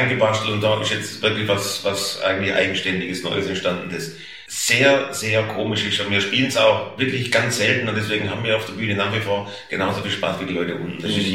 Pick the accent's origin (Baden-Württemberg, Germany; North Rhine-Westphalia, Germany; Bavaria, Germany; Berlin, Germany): Baden-Württemberg, Germany; Stuttgart; accent: Oxford-Swabian; ich komme aus Stuttgart. Spreche aber Oxford-Schwäbisch